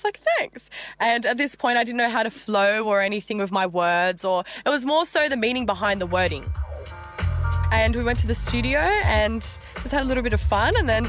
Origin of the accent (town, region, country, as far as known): Australia